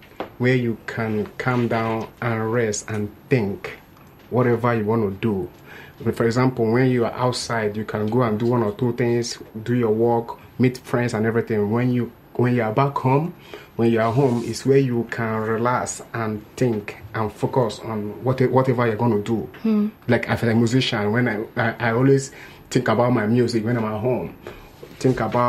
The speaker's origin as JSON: {"language": "English", "country": "Nigeria", "moved": "yes", "lives_now": "Germany", "said": "I'm from Nigeria, and I'm Afrobeat artist."}